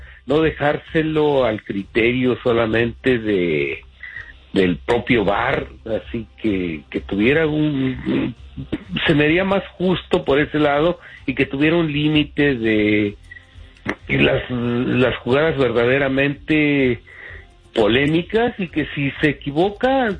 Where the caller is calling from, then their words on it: Los Angeles, California, United States; estoy llamando de Los Ángeles